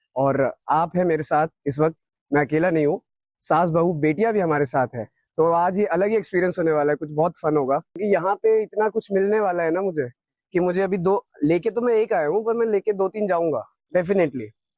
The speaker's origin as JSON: {"language": "Hindi", "region": "Punjab", "country": "India", "said": "मतलब लोग को लगता है कि मैं नेचुरली बहुत फनी हूँ क्योंकि मैं पंजाब से आया हूँ और वहाँ पे कॉमेडी टाइमिंग कितनी अच्छी है"}